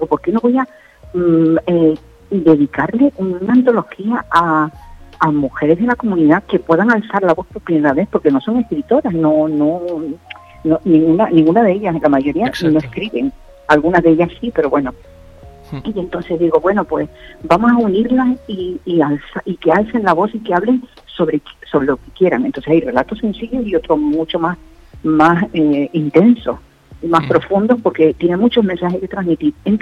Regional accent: Canary Islands, Spain; todos nosotros, los canarios y los hindúes, seamos conscientes del patrimonio y lo grande que tenemos en nuestras islas

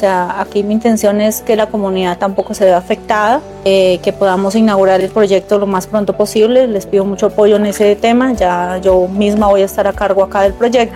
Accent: Huila, Colombia; born there; Yo soy nacida en Isno Huila, soy huilense.

